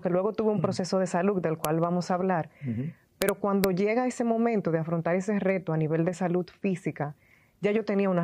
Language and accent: Spanish; Santo Domingo, Dominican Republic; born there; Se transmitía una Eucaristía desde la parroquia en la que yo me congregaba, parroquia Nuestra Señora de Fátima en mi país.